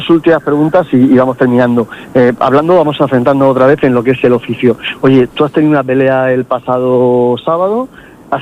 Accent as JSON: {"language": "Spanish", "town": "Puerto Lumbreras", "region": "Region of Murcia", "country": "Spain", "said": "Como mujer, como deportista y como murciana, o como lumbrense, vecina de Puerto Lumbreras."}